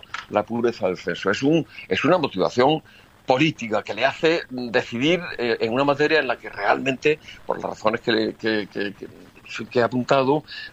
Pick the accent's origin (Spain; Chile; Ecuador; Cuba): Spain; estoy inscrito en español porque he hecho lo que me han pedido para ello, y si soy español tengo derecho de voto.